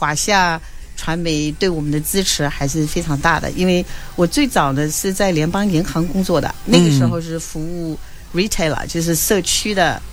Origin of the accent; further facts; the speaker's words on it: China; moved away; 我们中国人